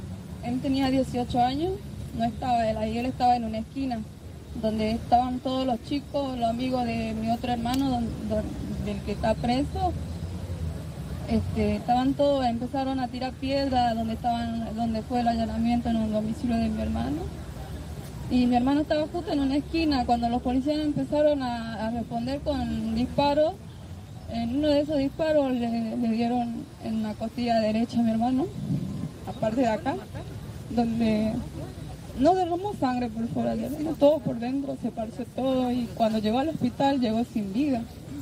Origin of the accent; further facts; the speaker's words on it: Pichanal, Salta, Argentina; soy de Pichanal, Salta.